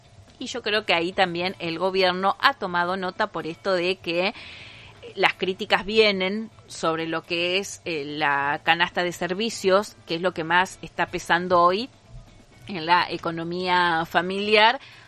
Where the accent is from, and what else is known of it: Argentina